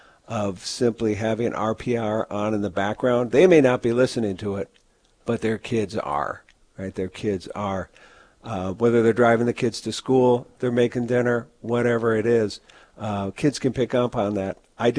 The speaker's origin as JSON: {"language": "English", "town": "St. Paul", "region": "Minnesota", "country": "United States", "tie": "born or raised there", "said": "I was born and raised in St. Paul. I was the youngest of five, and my parents sacrificed a lot to send me to Catholic school"}